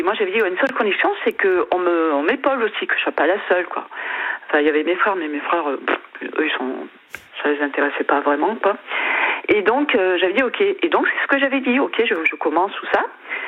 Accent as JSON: {"language": "French", "country": "Algeria", "tie": "born there", "said": "Bon, moi, je suis née en Algérie, je crois aussi, je suis une des dernières à être née là-bas."}